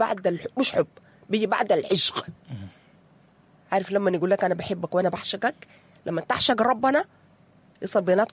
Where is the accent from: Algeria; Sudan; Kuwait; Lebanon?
Sudan; نحن كسودانيين مجتمع علاقاتي، دنيتنا كلها علاقات، بنعرف الحلة كلها.